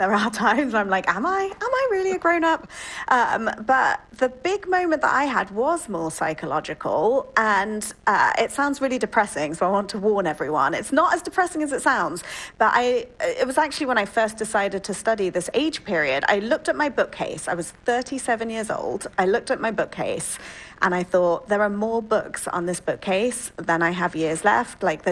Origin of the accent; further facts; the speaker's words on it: United Kingdom